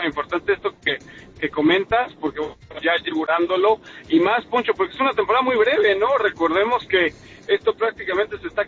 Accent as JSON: {"language": "Spanish", "country": "Mexico", "said": "pensaron que era argelino, pero soy más mexicano que el nopal."}